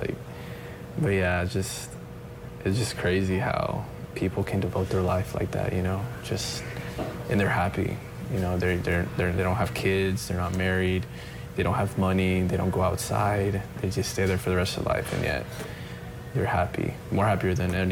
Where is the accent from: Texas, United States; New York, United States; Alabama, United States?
Texas, United States; San Antonio; asked me where I'm from. I said, I'm from San Antonio.